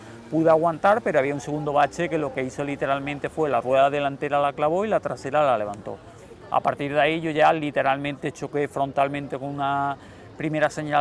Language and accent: Spanish; Bujalance, Andalusia, Spain; moved away as an adult; also born or lived in Granada; estaba en Bujalance. A partir de los 18 años yo ya me marché de Bujalance. Me marché para Granada, terminé allí los estudios de ciencias del deporte y desde entonces yo, o sea, no vivo en Bujalance. Ya me marché después de Granada para acá